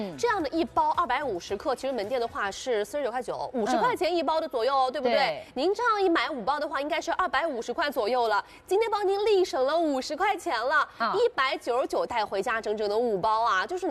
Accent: Shanghai, China; 很适合我们上海人的口味

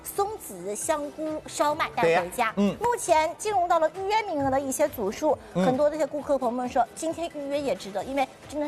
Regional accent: Shanghai, China

